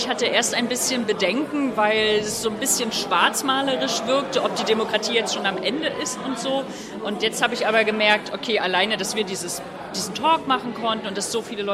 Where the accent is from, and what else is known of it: Germany